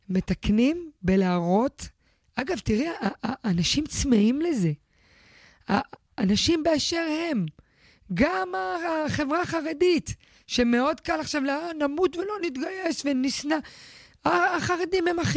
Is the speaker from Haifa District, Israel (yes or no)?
no; Beersheba, Southern District, Israel; אני גדלתי בבאר שבע בשנות ה-90, גרנו ברחוב העלייה, השבעת לך רומנים, פולנים, מרוקאים, פרסים, דתיים, חרדים, חילונים.